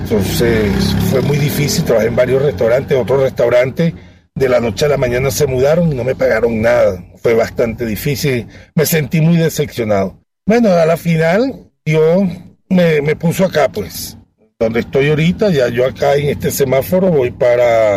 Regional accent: Valencia, Carabobo, Venezuela; moved away; Ya van a ser 7 años que emigré de mi país acá en busca de una mejora, porque realmente en mi país yo estaba pasando una situación económica bastante, bastante difícil

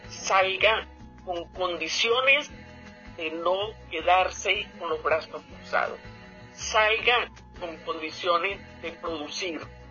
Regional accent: Venezuela; nosotros como venezolanos valemos

